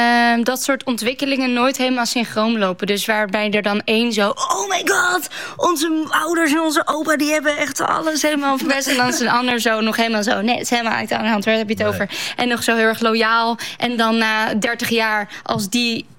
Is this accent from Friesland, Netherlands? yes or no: yes; Sneek, Friesland, Netherlands; accent: Snitsers (Sneek town Frisian); first language Frisian (Sneek town dialect); Dutch is a second language; ik ben hier in Friesland. En ik opgroeit met de Friese taal. Maar mijn huid is Snitsers. Dus dat is dan net weer de Friese taal, maar een Friese dialect of het Friese, stadsfries.